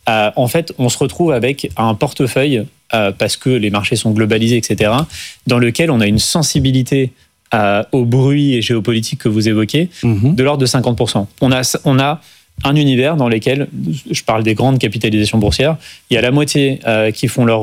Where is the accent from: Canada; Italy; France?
France; on est français, on veut investir dans notre économie